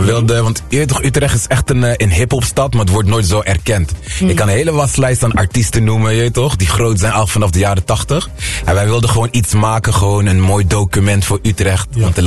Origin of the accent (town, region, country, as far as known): Aruba; born there